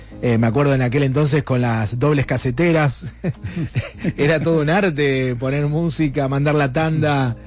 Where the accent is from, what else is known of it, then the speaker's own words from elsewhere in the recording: Argentina; Para este medio de comunicación tan lindo que tanto disfrutamos en la Argentina.